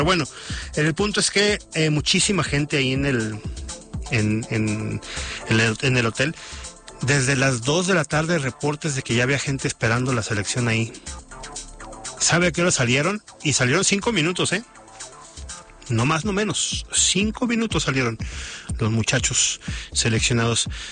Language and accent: Spanish; Mexico; somos muchos mexicanos